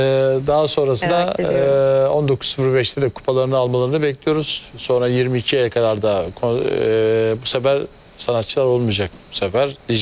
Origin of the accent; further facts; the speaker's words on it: Kırşehir, Turkey; Kırşehirli olduğum için